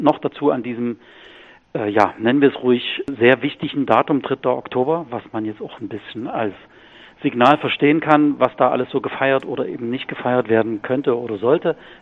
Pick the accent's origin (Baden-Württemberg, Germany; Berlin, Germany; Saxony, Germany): Saxony, Germany; Dresden; born there; weil ich bin ja in Dresden geboren und kann mich schon noch an die 80er, 90er erinnern